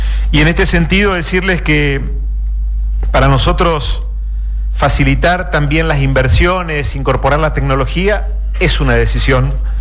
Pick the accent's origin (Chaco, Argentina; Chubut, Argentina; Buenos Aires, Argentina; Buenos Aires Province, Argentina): Chaco, Argentina; lo que somos capaces los chaqueños.